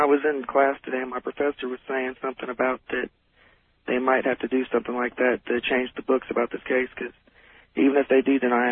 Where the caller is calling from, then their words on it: Houston, Texas, United States; I'm calling from Houston.